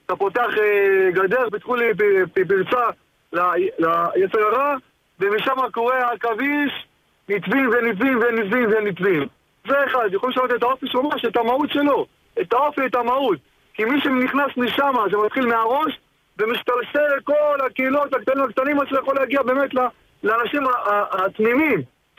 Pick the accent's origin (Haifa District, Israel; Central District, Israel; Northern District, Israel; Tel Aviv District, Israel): Tel Aviv District, Israel; Bnei Brak; בעיר שלי, אני מבני ברק, אני חדש כמובן פה